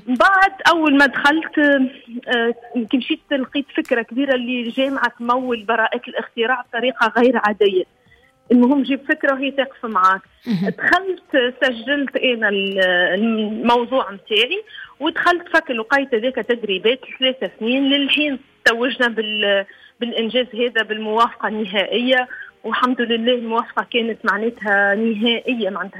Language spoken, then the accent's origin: Arabic; Sahline, Monastir Governorate, Tunisia; born there; also born or lived in Kairouan / Ouardanine; عشت سنوات طفولتي غادي، ومن بعدي انتقلنا للمسير وعشت في الوردانين، وبعد طوي استقرار تقريبا أكثر من 20 سنة في الساحلين بالضبط، و طول للطو معناتها نعيش فيها. وقريت في كما قلت لك القروين الوردانيين والساحلين، تخرجت من ليسي الساحلين